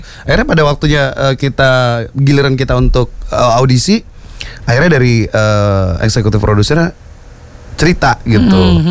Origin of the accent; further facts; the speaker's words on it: Balikpapan, East Kalimantan, Indonesia; Sedangkan aku sendiri nih dari Balikpapan.